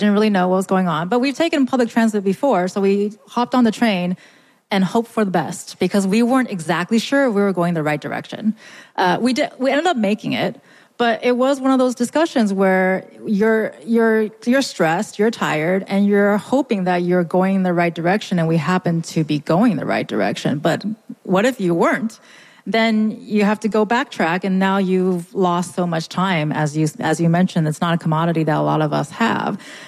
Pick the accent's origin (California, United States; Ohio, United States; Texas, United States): California, United States; moved away as an adult; also born or lived in New Jersey; I'm originally from California. And when my husband and I moved to the East Coast, we were in New Jersey first.